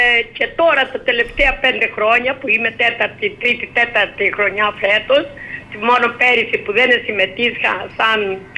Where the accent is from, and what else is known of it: Arkalochori, Crete, Greece